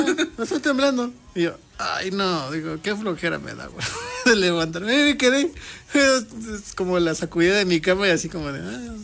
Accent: Mixteca, Mexico; al menos en mi tierra, en la Mixteca, es como que una zona demasiado así que se sienten mucho los sismos.

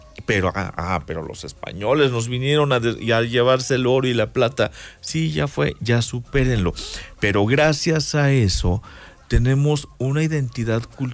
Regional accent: Mexico

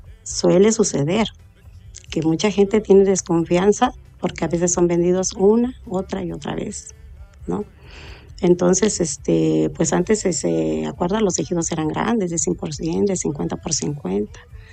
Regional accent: Acatlán, Mexico; born there; Yo soy de Acatlán. Yo nací aquí, tengo muchos años viviendo

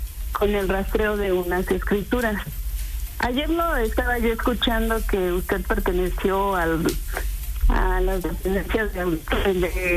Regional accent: Puebla, Mexico; Pues ahorita le estoy marcando de la ciudad de Puebla.

